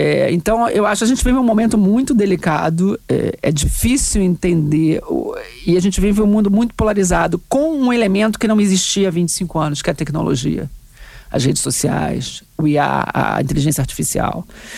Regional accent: Portugal; eu peço desculpa aos meus, eu também sou portuguesa, mas eu acho muito fraco.

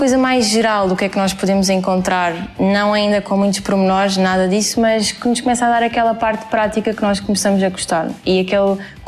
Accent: Faro, Algarve, Portugal; do segundo ano da licenciatura em Fisioterapia. Sou de Faro, tenho 20 anos

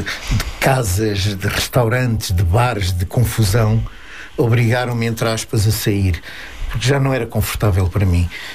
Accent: Lisbon, Portugal; Mas tenho muito boas recordações, porque eu passei a minha infância toda no Bairro Alto, não é?

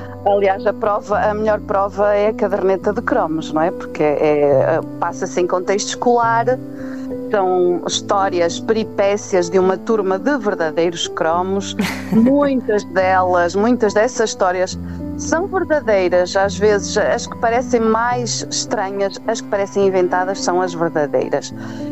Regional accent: Trás-os-Montes, Portugal; não escondo e faço questão de dizer que sou transmontana, sim.

